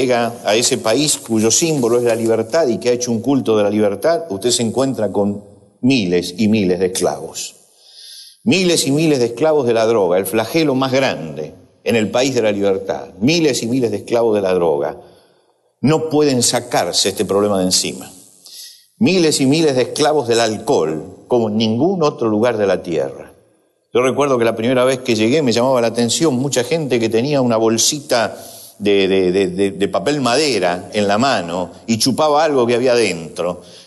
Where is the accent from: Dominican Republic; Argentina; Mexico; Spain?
Argentina; Somos libres los argentinos